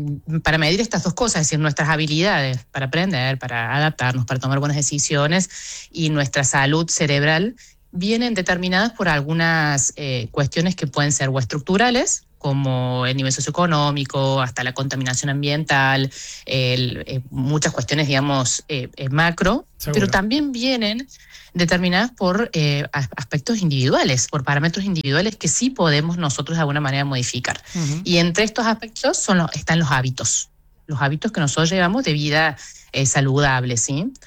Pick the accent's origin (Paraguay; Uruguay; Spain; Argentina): Argentina; nuestra confianza en nuestras habilidades como argentinos es buena